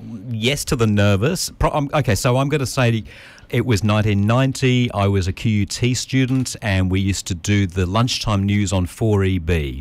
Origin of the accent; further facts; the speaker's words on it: Manly, Queensland, Australia; But also, look, I grew up in Manly, not too far from here, obviously.